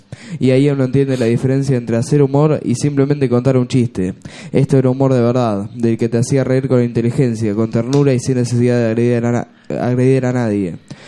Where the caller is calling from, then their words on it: Junín, Buenos Aires Province, Argentina; Yo soy de Junín, provincia de Buenos Aires